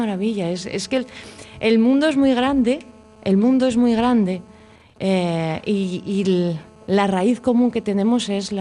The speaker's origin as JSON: {"language": "Spanish", "town": "Cangas del Narcea", "region": "Asturias", "country": "Spain", "said": "de Asturiana, soy de Cagas, de Narcea."}